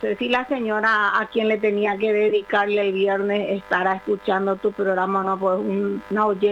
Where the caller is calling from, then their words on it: Luque, Central, Paraguay